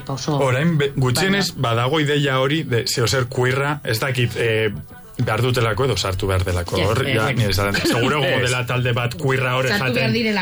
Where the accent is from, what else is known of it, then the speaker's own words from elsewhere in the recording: Agurain, Basque Country, Spain; nire herrian agurain dela